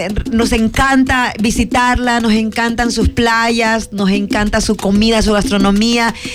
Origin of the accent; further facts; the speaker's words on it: Esmeraldas, Ecuador; moved away; mi tierra verde, Esmeraldas Libre por siempre